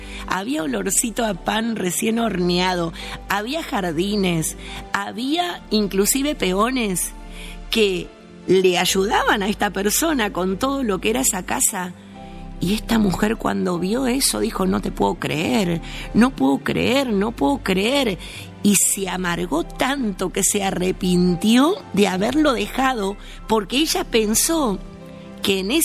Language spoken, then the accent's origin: Spanish; Villa Ángela, Chaco, Argentina; que soy de la ciudad de Villa Ángela, en el Chaco, oriunda de Villa Ángela, así se dice, ¿no? Oriunda, vengo de ahí, del medio del Chaco.